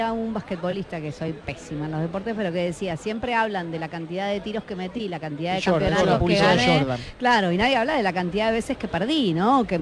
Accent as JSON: {"language": "Spanish", "country": "Argentina"}